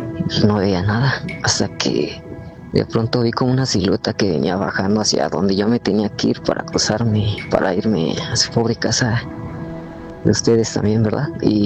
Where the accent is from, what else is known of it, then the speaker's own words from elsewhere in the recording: Toluca, State of Mexico, Mexico; Soy de Toluca y no daré muchos detalles de dónde ocurrió esto